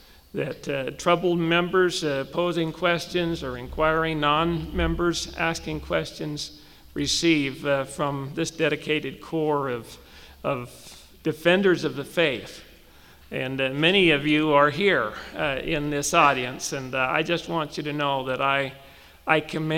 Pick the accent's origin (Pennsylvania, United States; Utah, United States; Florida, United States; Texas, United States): Utah, United States; Ephraim; Growing up in Ephraim in Sanpete County, I was acquainted and then only casually with four non-Mormons, two of whom subsequently converted.